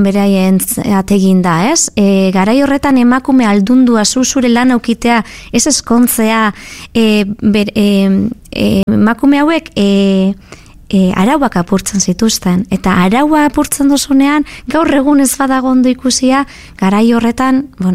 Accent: Durango, Basque Country, Spain; Bueno, kantu hau egiten ni Durangarra naiz eta kantu hau egin nahi genien sorginei, ez?

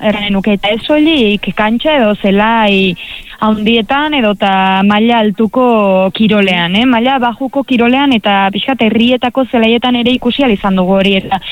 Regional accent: Lesaka, Navarre, Spain; nire herrian, Lesakan

